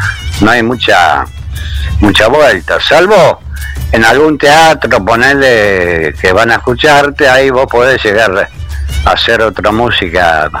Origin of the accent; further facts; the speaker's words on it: Bernal, Buenos Aires Province, Argentina; yo soy de Bernal, que es partido de Quilmes, de la provincia de Buenos Aires.